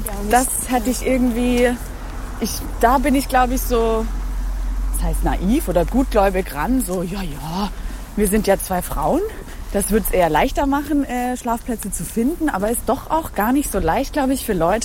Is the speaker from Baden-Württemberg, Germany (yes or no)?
yes; Mannheim, Baden-Württemberg, Germany; ich bin auch aus Mannheim.